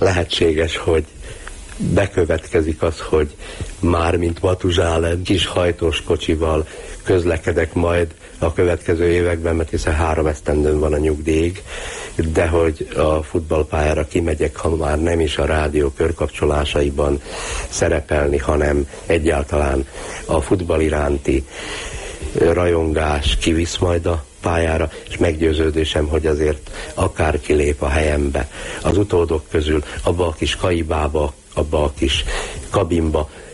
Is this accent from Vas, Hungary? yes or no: yes; Szombathely, Vas, Hungary; now in Győr, Hungary; Szombathelyen születtem, Vas megyei gyerek vagyok.